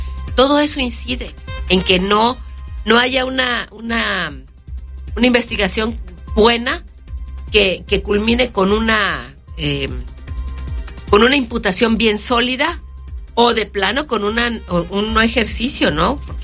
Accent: Mexico; porque así somos los mexicanos, de que lo sacamos.

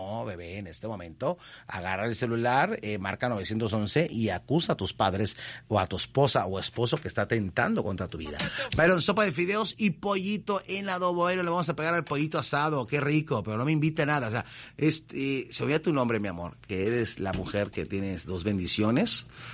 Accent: Veracruz, Mexico; porque soy veracruzano

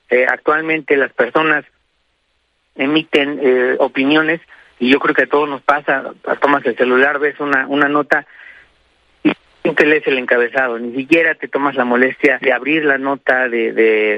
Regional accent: Mexico; nosotros como sociedad mexicana

